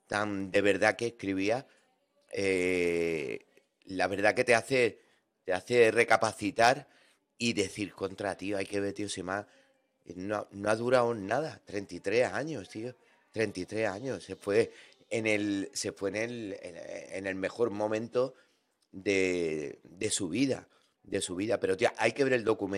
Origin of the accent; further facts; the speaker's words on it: Andalusia, Spain; Nosotros somos andaluces, tío.